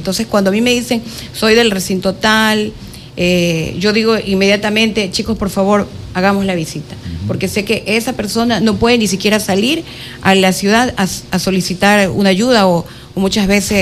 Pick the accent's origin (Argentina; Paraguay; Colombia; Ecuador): Ecuador; Quevedo, Los Ríos; en Quevedo. Nací en Quevedo.